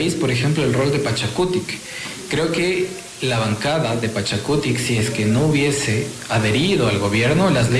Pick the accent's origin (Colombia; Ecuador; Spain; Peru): Ecuador